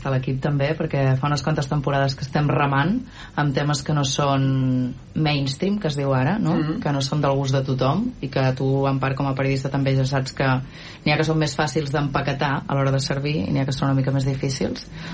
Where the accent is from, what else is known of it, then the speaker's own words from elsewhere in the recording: Catalonia, Spain; Jo soc del Pla de l'Estany